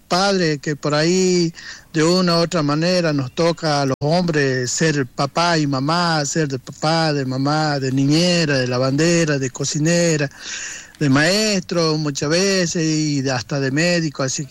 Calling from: Salta, Argentina; la verdad que aparentemente está llovinando por todo Salta, che. ¿Sí? Yo ya salí de la Reserva La Pampita

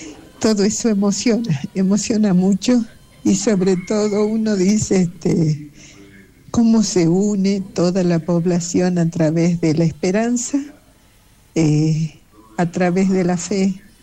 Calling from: Salta, Argentina; Yo soy del barrio de Tres Cerritos

